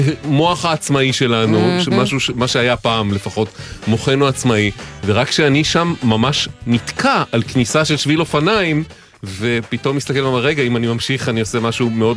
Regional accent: Tel Aviv, Tel Aviv District, Israel; אני גדלתי ביונה הנביא עד גיל 22.

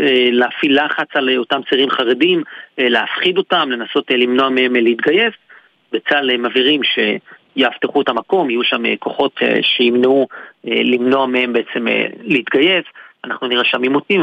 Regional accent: Bnei Brak, Tel Aviv District, Israel; אני גדלתי בעיר בני ברק

